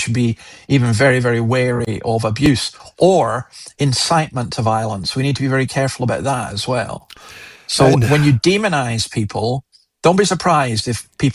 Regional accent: Scotland, United Kingdom; I'm actually quite opinionated and I'm Scottish

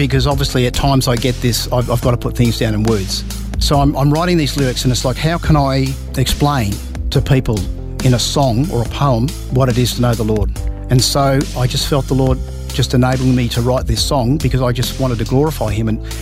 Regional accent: South Caulfield, Victoria, Australia; Well, I grew up in South Caulfield, mm-hmm. which is in Victoria, in a middle-class family.

